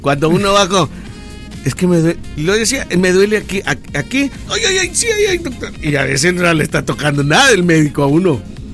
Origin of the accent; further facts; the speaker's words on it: El Salvador; Como todo buen salvadoreño. Yo no aguanto.